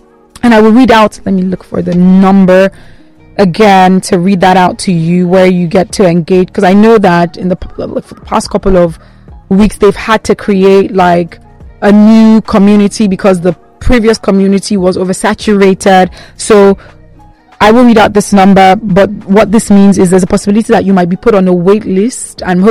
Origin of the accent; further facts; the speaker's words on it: Nigeria; because I am a Nigerian